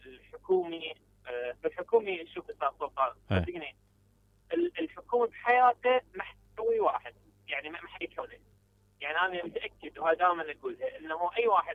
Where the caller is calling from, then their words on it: Baghdad, Baghdad Governorate, Iraq; من بغداد.